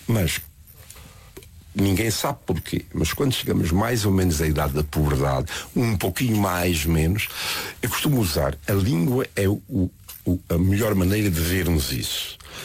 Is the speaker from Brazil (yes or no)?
no; Azores, Portugal; moved away as an adult; now in United States; eu sou açoriano, eu costumo dizer que eu não imigrei ou alarguei fronteiras. Fui dos Açores, vim para aqui, fui para os Estados Unidos. Eu sou da minha terra, sou São Miguel, sou português